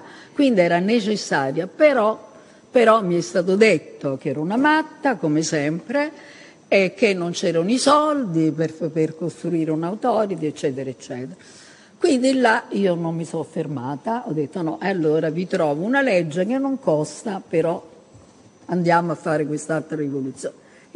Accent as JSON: {"language": "Italian", "town": "Reggio Calabria", "region": "Calabria", "country": "Italy", "tie": "born there", "said": "nasce da ragazza a Reggio Calabria, anzi a Bocale, un paesino della provincia di Reggio"}